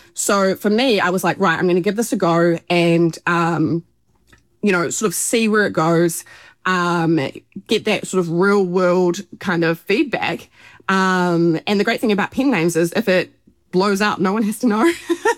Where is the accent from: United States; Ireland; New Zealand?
New Zealand; Which doesn't come sort of naturally to me as a Kiwi anyway